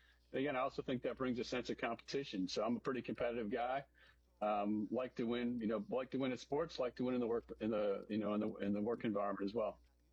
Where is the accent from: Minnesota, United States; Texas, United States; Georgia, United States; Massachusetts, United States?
Massachusetts, United States; Williamstown; I grew up in Northwest Massachusetts, Williamstown, Mass. I'm the oldest of two.